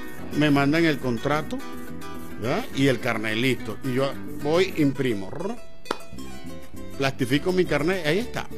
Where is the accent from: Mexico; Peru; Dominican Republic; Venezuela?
Venezuela; Esa es mi tierra, esa es tu tierra. Gracias, Venezuela, te pertenecemos.